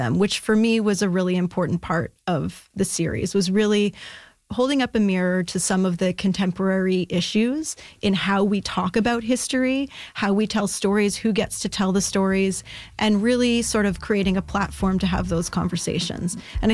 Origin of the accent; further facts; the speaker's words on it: Ottawa, Ontario, Canada; I'm actually from Ottawa originally